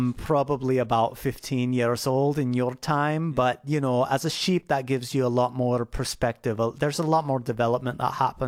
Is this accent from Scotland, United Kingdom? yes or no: yes; Scotland, United Kingdom; now in Austin, United States; I've relocated to Austin, Texas. I am Scottish, of course, as you can probably tell by the way I look.